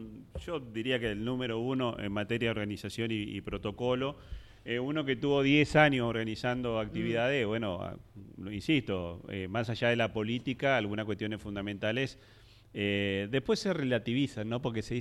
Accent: Santa Fe, Argentina; Los santafesinos somos rebeldes históricamente.

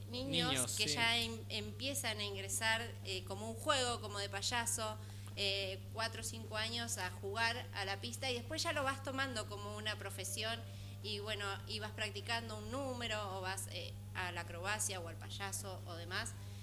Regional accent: Carmen de Areco, Buenos Aires Province, Argentina; born there; Yo nací en Carmen de Areco porque el circo estaba ahí, mi hermano en San Juan, mi hijo en San Luis

